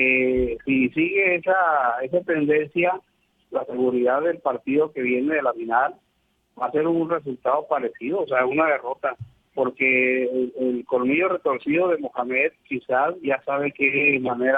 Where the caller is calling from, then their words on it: Escobedo, Nuevo León, Mexico; De acá, de Escobedo, Nuevo León.